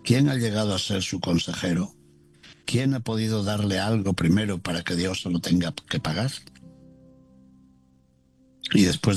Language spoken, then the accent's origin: Spanish; Castile and León, Spain; moved away; mi tierra de León